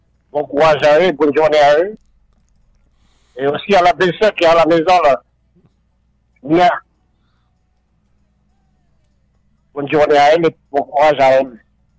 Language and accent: French; Côte d’Ivoire; Comme nous, on est des Ivoiriens.